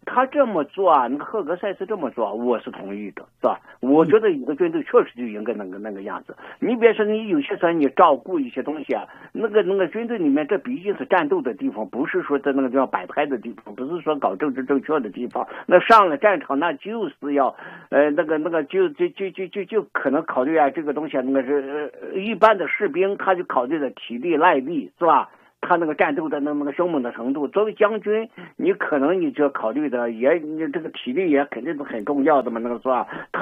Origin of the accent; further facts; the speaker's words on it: China; 我们中国人